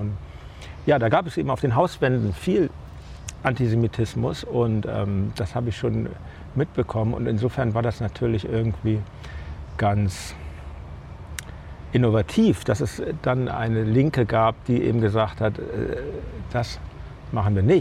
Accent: Germany; Ich bin Deutscher

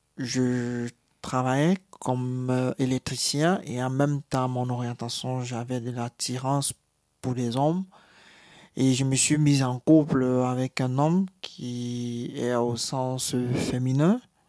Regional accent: Cameroon

